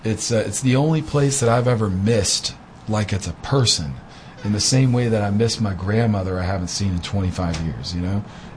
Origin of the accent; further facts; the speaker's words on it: United States; first and foremost, I'm an American. This is where I was born, and this is the greatest country in the world.